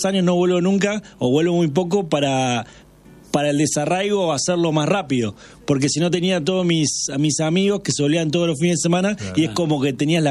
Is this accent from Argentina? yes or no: yes; Santa Fe, Argentina; moved away as an adult; now in Buenos Aires, Argentina; Yo soy de Santa Fe, vine con 21, no me quise venir como Juanjo de chico